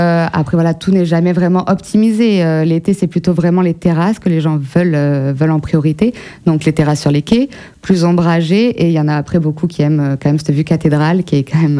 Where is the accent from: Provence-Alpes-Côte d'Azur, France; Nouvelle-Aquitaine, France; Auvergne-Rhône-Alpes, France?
Nouvelle-Aquitaine, France; Périgueux; born or raised there